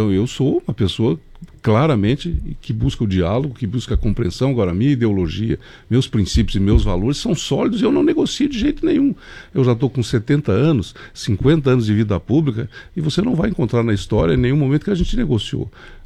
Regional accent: Santa Catarina, Brazil; é uma rodovia que nasce em Santa Catarina e termina em Santa Catarina. Somos nós, catarinenses, que temos que lutar por ela.

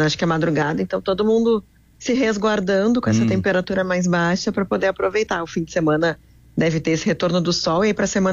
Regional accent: Porto Alegre, Rio Grande do Sul, Brazil; Eu sou daqui mesmo, sou de Porto Alegre.

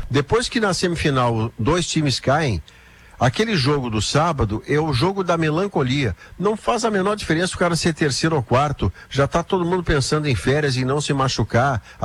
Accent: Porto Alegre, Rio Grande do Sul, Brazil; born there; Eu adoro ser brasileiro, nasci no Ernesto Ornelis em Porto Alegre, gosto demais da nossa língua

